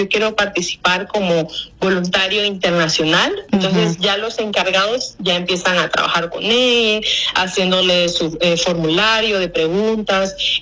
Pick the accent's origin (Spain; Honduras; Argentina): Honduras; Tegucigalpa, Francisco Morazán; yo soy de Tegucigalpa.